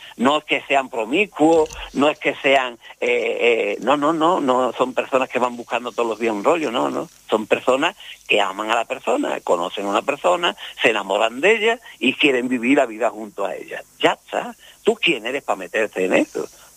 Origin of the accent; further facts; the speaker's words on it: Andalusia, Spain; accent: Andalusian; yo no hablo malamente el castellano, yo hablo andaluz. Yo hablo andaluz porque soy andaluz, ya está. Que me como las hache, que me como muchas veces las hache, pues me como.